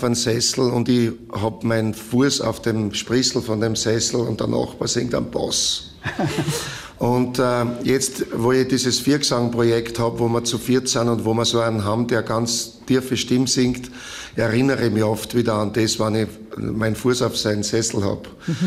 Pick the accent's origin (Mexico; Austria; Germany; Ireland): Austria; Bad Goisern, Upper Austria; Ich komme aus einer Gastwirtefamilie aus Bad Gäusern im Salzkammergut.